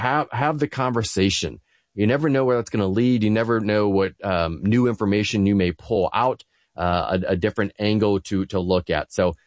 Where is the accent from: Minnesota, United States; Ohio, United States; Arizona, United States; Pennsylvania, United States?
Ohio, United States; we are here in Ohio, actually thinking of the team, all born and raised in Ohio.